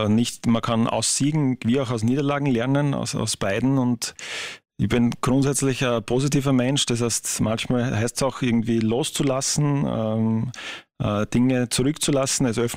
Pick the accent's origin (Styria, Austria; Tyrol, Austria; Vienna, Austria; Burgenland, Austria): Burgenland, Austria; Mörbisch am See; moved away as an adult; now in Pinkafeld, Austria; Also ich bin eben in Mörbisch aufgewachsen, groß geworden